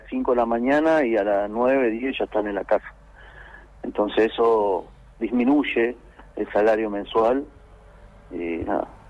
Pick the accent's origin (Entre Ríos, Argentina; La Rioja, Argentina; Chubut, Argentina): Chubut, Argentina; yo soy de Chubut y lucho por Chubut